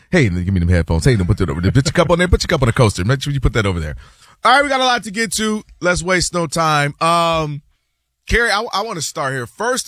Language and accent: English; Midwest, United States; Other places, if you're from the South, I'm from Midwest.